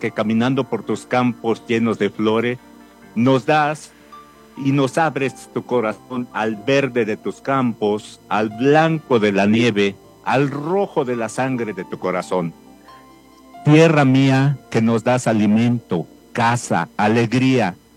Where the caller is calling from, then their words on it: Mexico; como mexicanos